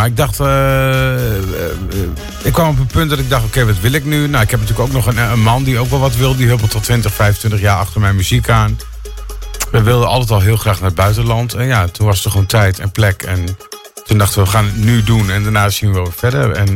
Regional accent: Netherlands; moved away as an adult; now in Benidorm, Spain; Ook niet toen ik nog in Nederland woonde.

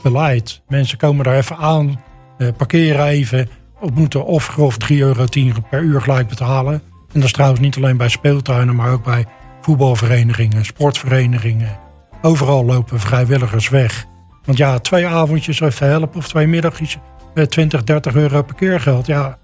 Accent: Leiden, South Holland, Netherlands; born or raised there

